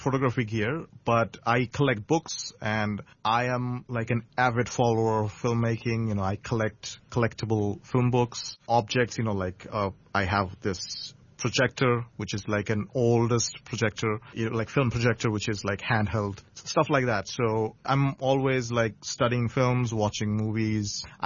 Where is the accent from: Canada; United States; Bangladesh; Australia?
Bangladesh; growing up in Bangladesh